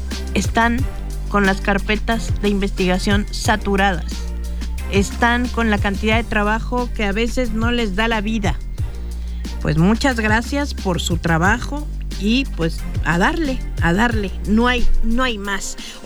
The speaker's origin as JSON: {"language": "Spanish", "country": "Mexico", "said": "Con todo lo que somos como mexicanos."}